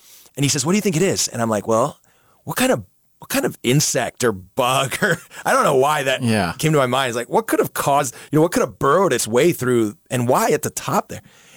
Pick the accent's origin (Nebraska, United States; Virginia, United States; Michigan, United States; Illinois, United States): Nebraska, United States; Omaha; Like he's from Cincinnati. I'm from Omaha.